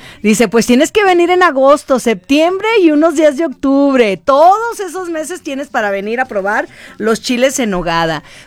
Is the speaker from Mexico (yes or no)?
yes; Mexico; somos de México.